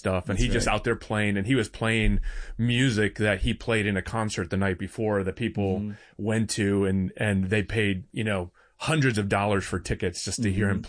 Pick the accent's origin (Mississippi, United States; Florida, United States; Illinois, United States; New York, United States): New York, United States; and honestly, as a New Yorker, I'm sure people just passed on